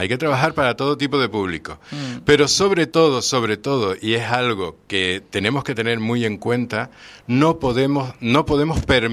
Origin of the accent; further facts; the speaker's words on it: Canary Islands, Spain; hay muchas palabras que nosotros usamos en nuestro sí. léxico de aquí, que pensamos que son palabras de aquí, pero que no, que son palabras que se usan en la península también.